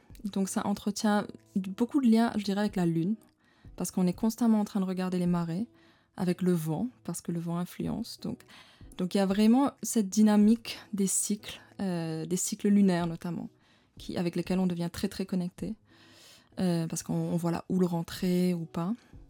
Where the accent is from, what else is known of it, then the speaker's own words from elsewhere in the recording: Tamarin, Rivière Noire, Mauritius; Mais j'ai grandi à Tamarin, j'ai toujours voulu surfer, mais étant une fille aussi, c'était pas accessible avant.